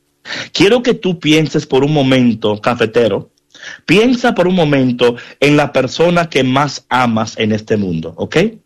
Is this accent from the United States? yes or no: yes; New York, United States; yo me acuerdo cuando yo crecí en New York.